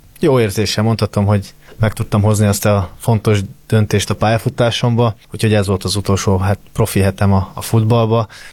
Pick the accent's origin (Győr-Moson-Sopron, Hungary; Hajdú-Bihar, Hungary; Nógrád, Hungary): Győr-Moson-Sopron, Hungary; Győr; moved away; én lakótelepen nőttem fel Győrben, Marcavárosban, úgyhogy nem egy ilyen dúsgazdag környék, mondhatjuk